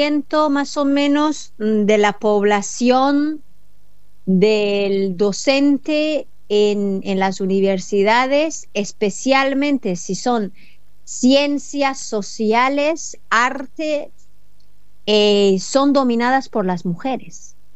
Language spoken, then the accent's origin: Spanish; Iran; now in Tehran, Iran; Ahorita estoy en el norte de Irán, pero yo vivo en Teherán.